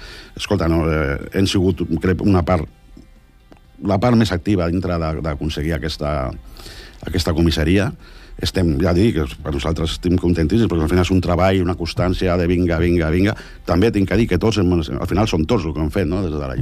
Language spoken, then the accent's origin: Catalan; Calafell, Catalonia, Spain; jo vinc segur de Calafell